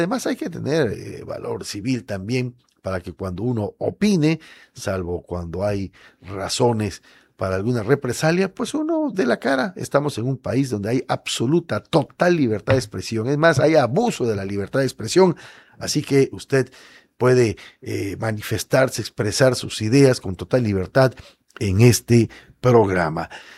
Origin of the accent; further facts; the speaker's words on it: Tabasco, Mexico; somos tabasqueños